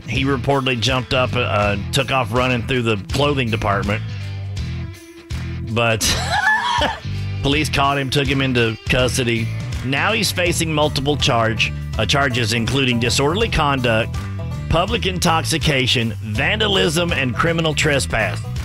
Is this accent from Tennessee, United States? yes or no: yes; Lebanon, Tennessee, United States; because it's my hometown, like my first ever hometown, Lebanon, Tennessee.